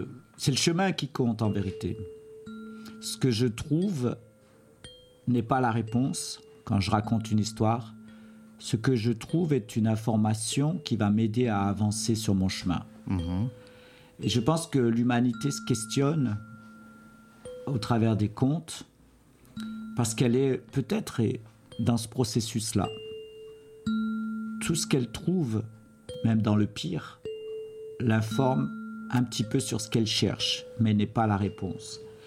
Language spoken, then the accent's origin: French; France; born there; Ben, je viens de France, je suis né en France, je suis algérien.